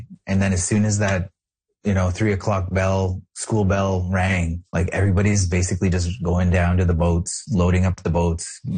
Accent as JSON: {"language": "English", "town": "Toronto", "region": "Ontario", "country": "Canada", "tie": "born there", "said": "I was born in Toronto, you know, but I grew up in community."}